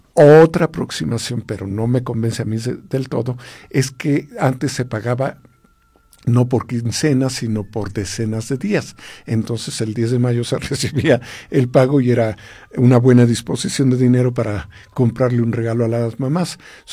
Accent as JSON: {"language": "Spanish", "town": "Ixmiquilpan", "region": "Hidalgo", "country": "Mexico", "tie": "born or raised there", "also_born_or_lived": "Alfajayucan", "said": "Yo viví mi infancia en Ismiquilpan y en Alfajayucan"}